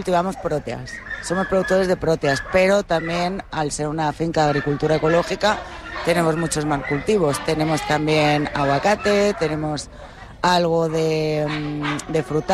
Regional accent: La Palma, Canary Islands, Spain; born there; also born or lived in Madrid

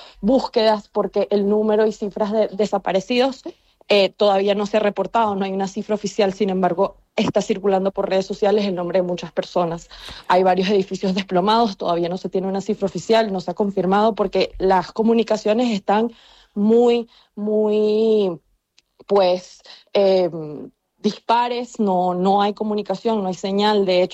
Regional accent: Venezuela; Pues creo que nunca como venezolanos habíamos sentido un sismo de una magnitud tan grande en los últimos 100 años.

